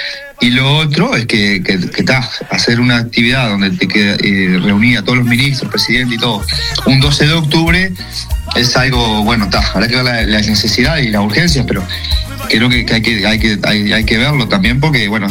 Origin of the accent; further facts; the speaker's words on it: Sarandí Grande, Florida, Uruguay; yo como sarandíes y como referente